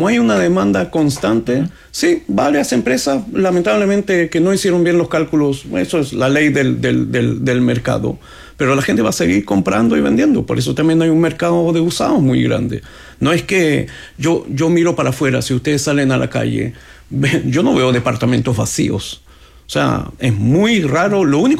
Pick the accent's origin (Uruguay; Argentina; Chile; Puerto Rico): Chile; La ventaja que tenemos como chileno de tener la UEF